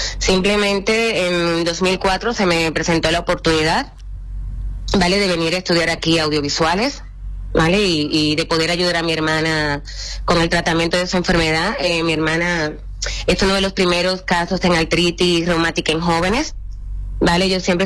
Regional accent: Santo Domingo, Distrito Nacional, Dominican Republic; born there; also born or lived in Cibao; Yo nací en la República Dominicana, pero en la capital.

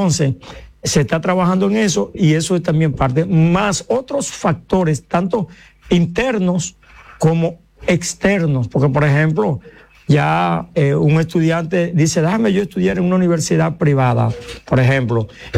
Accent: Santo Domingo Este, Santo Domingo, Dominican Republic; Nosotros somos de Santo Domingo Este.

